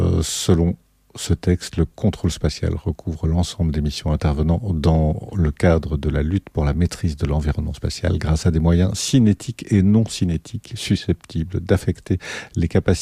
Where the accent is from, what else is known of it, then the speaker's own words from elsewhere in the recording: Belgium; chez nous, en Belgique